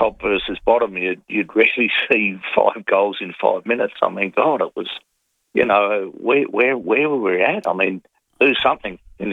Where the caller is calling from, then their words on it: Darwin, Northern Territory, Australia; Normally Darwin, of course, but just on the way back.